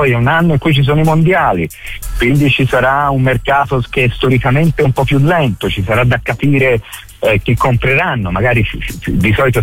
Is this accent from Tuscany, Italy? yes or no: yes; Florence, Tuscany, Italy; siamo fiorentini, siamo di DNA un po' contro la Juve